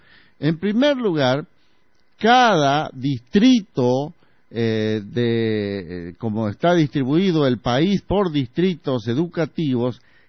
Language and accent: Spanish; Bolivia; nosotros como bolivianos